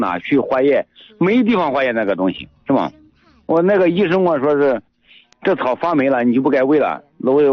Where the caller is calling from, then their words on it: Linyi County, Shanxi, China; 我是临沂县庙上乡吉陵村的。